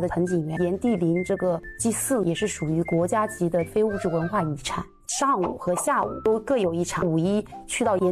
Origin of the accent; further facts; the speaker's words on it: Yanling, Hunan, China; 我是土生土长的炎陵土著